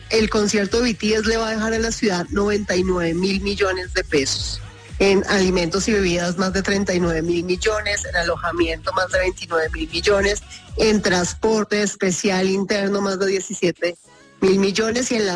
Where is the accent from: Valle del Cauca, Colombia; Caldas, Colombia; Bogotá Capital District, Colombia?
Bogotá Capital District, Colombia; Bogotá; creo que ya todos los bogotanos somos parte del Army.